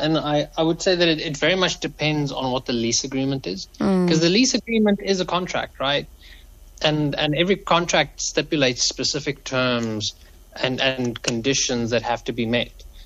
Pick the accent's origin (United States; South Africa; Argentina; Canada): South Africa; Pretoria, Gauteng; now in Cape Town, South Africa; growing up in Pretoria.